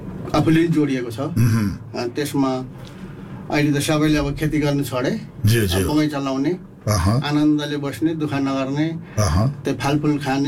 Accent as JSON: {"language": "Nepali", "area": "Bhojpur District", "region": "Koshi Province", "country": "Nepal", "tie": "born or raised there", "said": "मेरो गाउँठाउँमा मेरो बाबु बाजेले जन्माए हुर्काए त्यो ठाउँमा त्यही ठाउँमा मैले नि अलिकति सर्भिस गरेर अलिकति लगानी लगाएँ अनि यहाँको मेरो जग्गा जमिनहरू छ"}